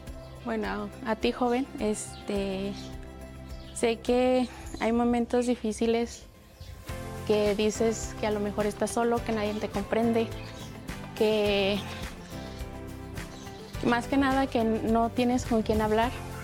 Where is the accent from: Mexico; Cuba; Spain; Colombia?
Mexico; Malpaso, Zacatecas; Yo de niña estudié en el Colegio Jadilob, de aquí mismo de Malpaso.